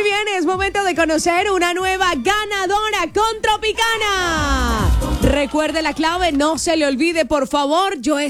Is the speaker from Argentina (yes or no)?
no; Colombia